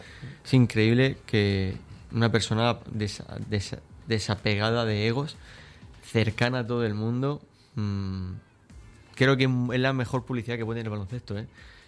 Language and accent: Spanish; Region of Murcia, Spain; Los murcianos somos tan talentosos.